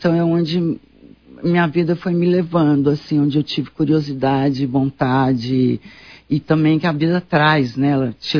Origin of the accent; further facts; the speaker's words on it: Goiás, Brazil; Eu venho de Goiás, uma família super simples.